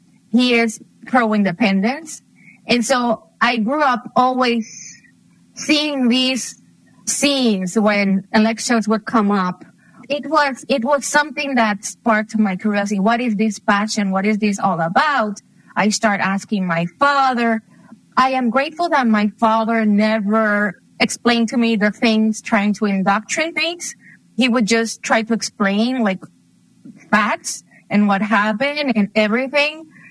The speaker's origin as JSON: {"language": "English", "town": "Arecibo", "country": "Puerto Rico", "tie": "born or raised there", "said": "I am from Arecibo, Puerto Rico. Arecibo is a town in the north of the island. And my whole family, I've done a bit of research. I come from a family that comes from the mountains of Arecibo, very poor lineage."}